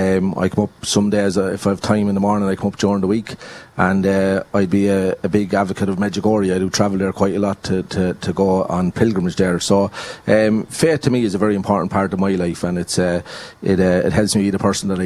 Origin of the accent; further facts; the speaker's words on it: Carlow, Leinster, Ireland; we're very proud Carlovians.